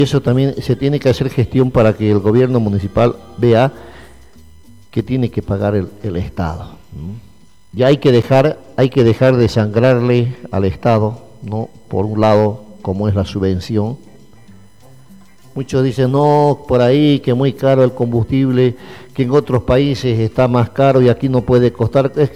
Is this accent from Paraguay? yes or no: no; Bolivia; tenemos el carnet que nos identifica como ciudadano boliviano